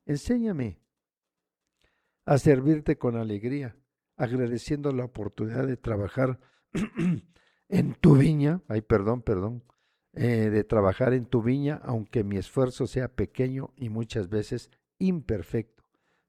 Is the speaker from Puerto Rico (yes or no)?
no; San Juan Yucuita, Oaxaca, Mexico; que me están escuchando en San Juan Yucuita. Muchísimas gracias, San Juan Yucuita. No considero, es mi tierra. Es mi tierra, es la tierra de mi mamá, es la tierra de mi papá, es el lugar donde ellos nacieron.